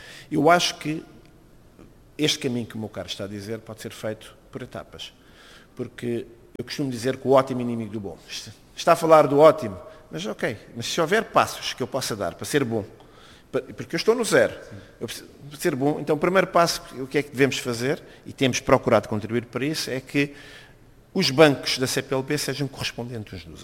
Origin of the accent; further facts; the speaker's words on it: Cape Verde; nós, Cabo Verde tem um problema de escala, okay? Somos 500 mil habitantes.